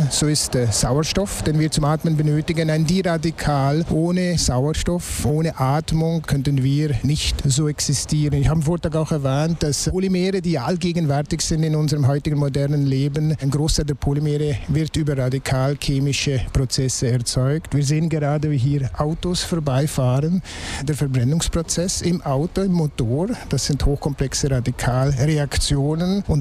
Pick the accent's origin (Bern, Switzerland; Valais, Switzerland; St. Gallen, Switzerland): Valais, Switzerland; moved away as an adult; also born or lived in Pittsburgh / Zurich / Marburg; now in Münster, Germany; Man hört es ja leicht, ich bin Schweizer, bin im Wallis aufgewachsen.